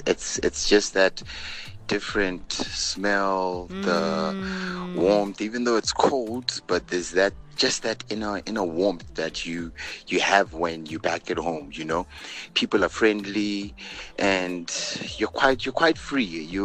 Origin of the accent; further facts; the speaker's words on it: Lesotho; moved away; I'm originally from Lesotho